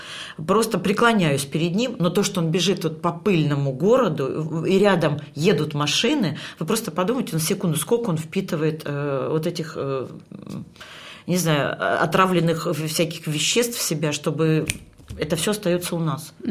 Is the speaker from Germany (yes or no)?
no; Siberia, Russia; тем более я с Сибири.